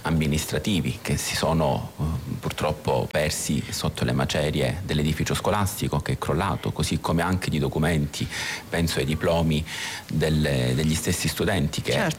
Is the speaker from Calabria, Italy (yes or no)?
yes; Calabria, Italy; now in Amatrice, Italy; Sono calabrese.